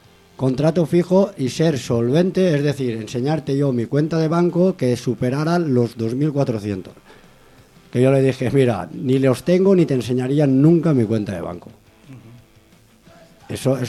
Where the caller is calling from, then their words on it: Valencian Community, Spain; en mi pueblo, que es un pueblo de montaña y está en Valencia